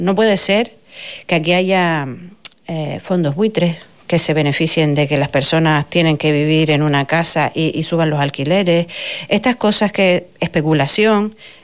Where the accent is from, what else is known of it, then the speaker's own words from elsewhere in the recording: Canary Islands, Spain; y dentro de Drago Canarias, pues nosotros somos los majoreros, digamos, ¿no?